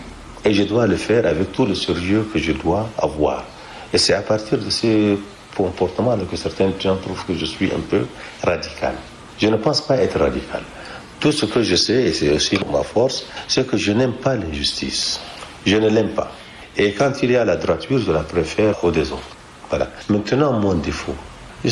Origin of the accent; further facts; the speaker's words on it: Chad; Après tout, je suis tchadien, non, je leur appartiens tous.